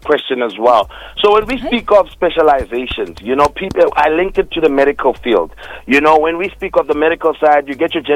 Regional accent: South Africa; we come from a really sensitive history of South Africa

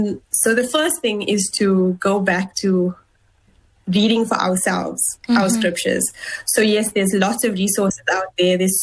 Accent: South Africa; as a South African, as a Muslim.

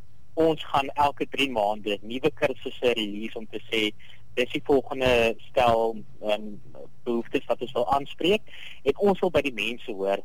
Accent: Oudtshoorn, Western Cape, South Africa; So, ek het self groot geword in Oudtshoorn. En ja, het een groot hart vir die klein Karoo

